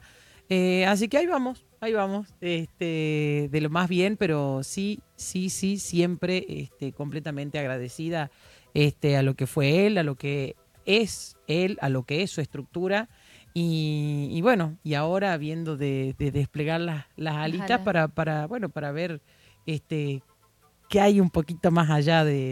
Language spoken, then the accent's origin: Spanish; Salta, Argentina; accent: salteña tonada; now in Córdoba, Argentina; cuando me preguntan, digo, soy salteña, pero también soy cordobesa